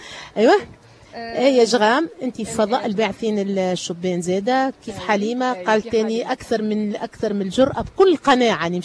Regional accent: Tunisia; ما شكون منا كتونسي

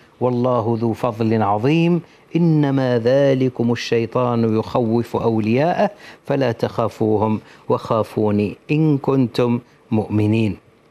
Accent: Tunisia; accent: Tunisian; كما نقولوا احنا باللهجة التونسية

